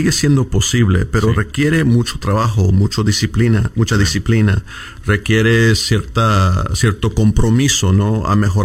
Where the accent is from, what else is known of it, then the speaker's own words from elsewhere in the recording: Fresno, California, United States; moved away as an adult; Después de graduarme de Fresno High, salí del Valle en 1987 para ir a la universidad con una beca y más adelante estudié Derecho.